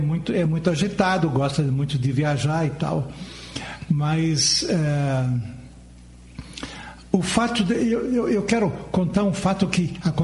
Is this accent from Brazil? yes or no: yes; Rio Grande do Sul, Brazil; first language Portuguese; also born or lived in Carazinho; tive que aprender inglês porque estava no currículo. E como todo gaúcho, eu sou metido a falar espanhol